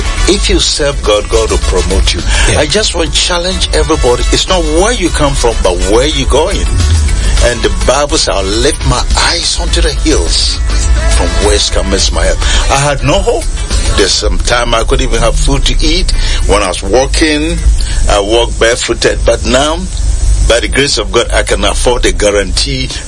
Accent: Yendi, Northern Region, Ghana; moved away; also born or lived in Tamale, Ghana; I come from a very poor family. Even though my parents were shanties and I was raised up in Yendi and Tamale

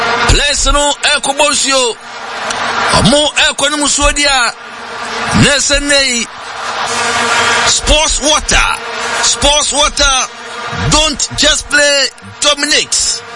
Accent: Akuapem, Eastern Region, Ghana; We are from Equapim Ebri.

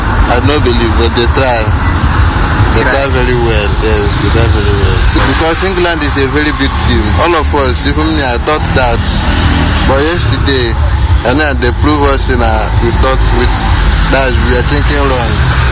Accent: Nigeria; I'm a Nigerian, so you know the competition between us.

